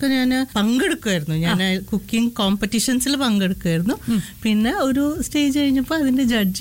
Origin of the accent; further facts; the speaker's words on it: Wadakkanchery, Kerala, India; now in United Arab Emirates; നാട്ടിലെ തൃശ്ശൂർ വടക്കാഞ്ചേരി.